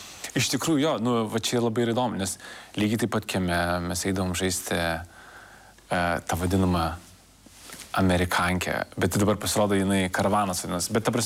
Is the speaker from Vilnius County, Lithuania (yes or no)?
yes; Vilnius, Vilnius County, Lithuania; born there; kad aš gimiau Lietuvoje, kad aš gimiau Pašilaičių rajone.